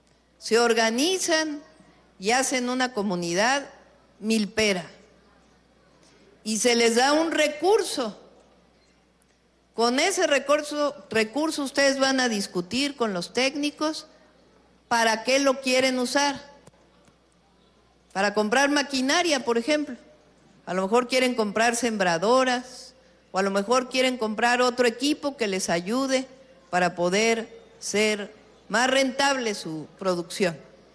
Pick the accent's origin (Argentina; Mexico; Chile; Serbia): Mexico; lo que inventamos las mexicanas y los mexicanos.